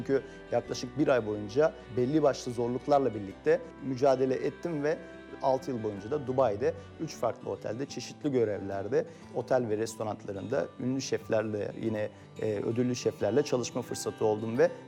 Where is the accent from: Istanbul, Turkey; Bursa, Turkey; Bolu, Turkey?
Bolu, Turkey; Mengen; Boluluyum. Ailenin üçüncü kuşak aşçısıyım. Dedem ve babamın aşçılık mesleğini devam ettirmekteyim. Çocukluğum Bolu'nun Mengen ilçesindeki bir köyde geçti.